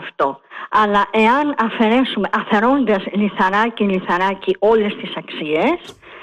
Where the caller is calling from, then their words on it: Athens, Attica, Greece; είμαι από Πλατεία Αμερικής.